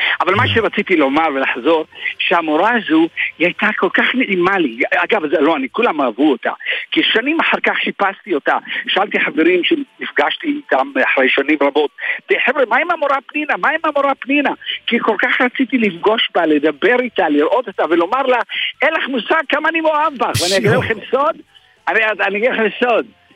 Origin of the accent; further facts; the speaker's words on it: Ramla, Central District, Israel; moved away as an adult; also born or lived in Jaffa; now in Eilat, Israel; אני יליד יפו, יליד דג'אני, אז גדלתי ברמלה, אחרי צבא אילת, כן, התנודדתי